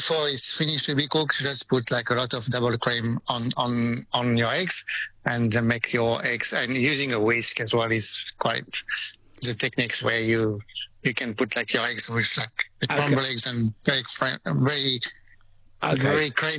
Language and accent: English; Roanne, Auvergne-Rhône-Alpes, France; I'm from the region of Lyon. I'm from Rouen